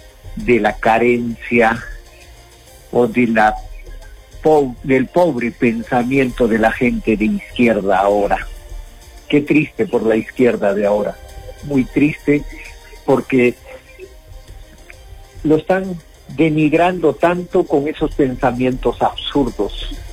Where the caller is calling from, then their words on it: Peru; yo no soy arequipeño, pero como arequipeños, como peruanos